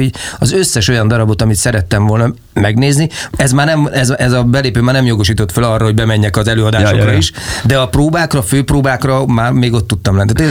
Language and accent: Hungarian; Szeged, Csongrád-Csanád, Hungary; én szegedi vagyok